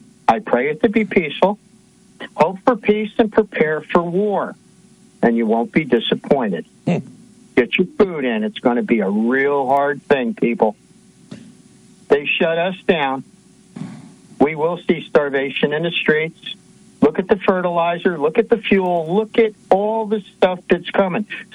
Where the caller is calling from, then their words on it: Kentucky, United States; South Central Kentucky.